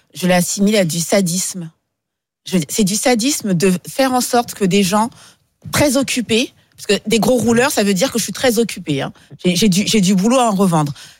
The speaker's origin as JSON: {"language": "French", "country": "France"}